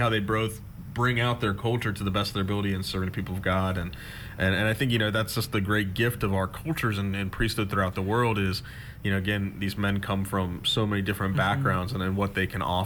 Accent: Helotes, Texas, United States; my time here in Texas growing up in Helotes and whatnot

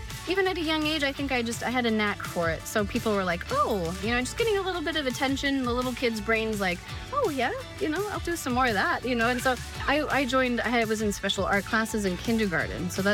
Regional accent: Ringwood, New Jersey, United States; I grew up in New Jersey.

